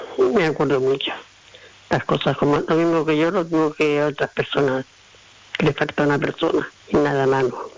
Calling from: Son Serra, Balearic Islands, Spain; de Son Serra.

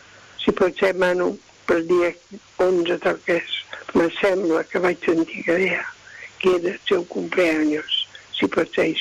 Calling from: Menorca, Balearic Islands, Spain; de Menorca

